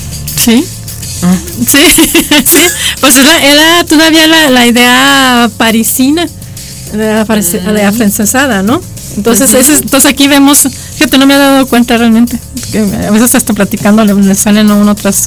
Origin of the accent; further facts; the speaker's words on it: Aguascalientes, Mexico; yo sí soy de Aguascalientes.